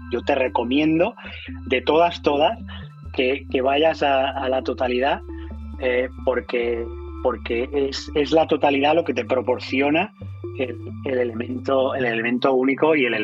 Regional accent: Terrassa, Catalonia, Spain; moved away as an adult; now in United States; soy natural de Tarrasa y llevo toda mi vida adulta en Estados Unidos, que fue donde estudié mi doctorado de astronomía, y ya me quedé allí haciendo carrera.

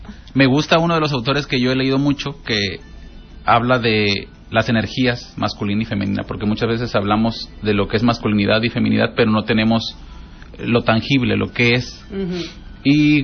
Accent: Zihuatanejo, Guerrero, Mexico; born there; el lugar donde yo nací, no aquí, que es Iguatanejo.

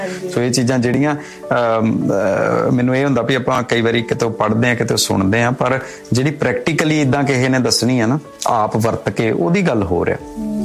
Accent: Batala, Punjab, India; ਅਸੀਂ ਵੀ ਬਟਾਲੇ ਵਾਲੇ ਆ।

